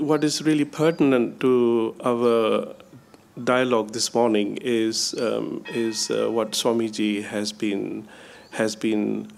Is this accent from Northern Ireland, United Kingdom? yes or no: no; London, United Kingdom